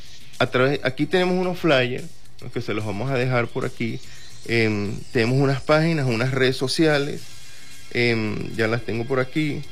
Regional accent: Trujillo, Venezuela; moved away as an adult; now in El Vigía, Venezuela; Sí, somos de aquí. Yo pues particularmente soy trujillano, pero acogido aquí en esta tierra desde hacía 2 años.

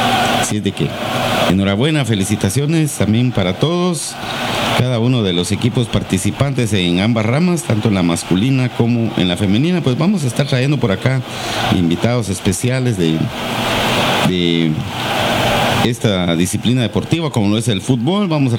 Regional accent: Barberena, Santa Rosa, Guatemala; Yo soy de Barberena, Santa Rosa, estoy un poco antes de Nueva Santa Rosa y de Nueva Santa Rosa, un poco más lejano de Chiquimunía.

